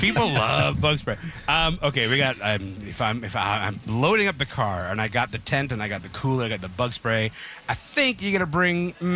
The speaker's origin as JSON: {"language": "English", "country": "Sudan", "tie": "born there", "moved": "yes", "said": "I was born in Sudan, buddy."}